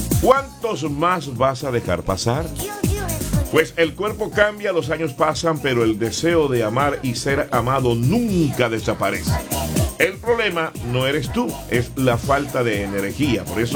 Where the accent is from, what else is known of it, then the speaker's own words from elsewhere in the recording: Colombia; 7:10. En mi país, Colombia.